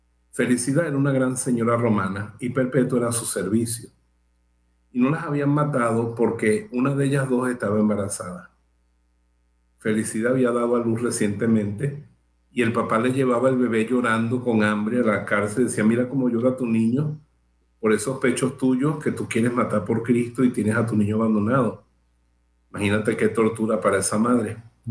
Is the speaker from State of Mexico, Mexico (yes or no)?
no; Chihuahua, Mexico; yo soy muy de Chihuahua. Y quiero contar su historia para que la recuerden, porque es tan bonita.